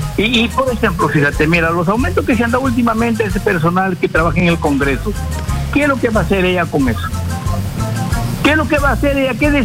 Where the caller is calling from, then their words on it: Chiclayo, Lambayeque, Peru; de Chiclayo, Megazo, de Chiclayo.